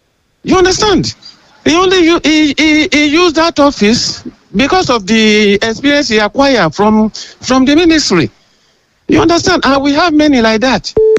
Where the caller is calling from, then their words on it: Owo, Ondo, Nigeria; I'm calling from Owo.